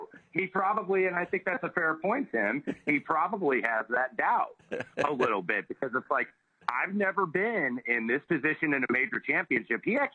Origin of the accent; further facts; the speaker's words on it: Missouri, United States; I'm from Missouri, so you got to show me here.